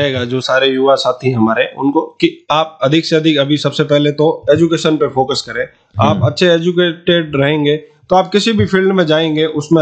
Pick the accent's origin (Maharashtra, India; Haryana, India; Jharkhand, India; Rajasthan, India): Rajasthan, India; Jaisalmer; मैं खुद जैसलमेर से आता हूँ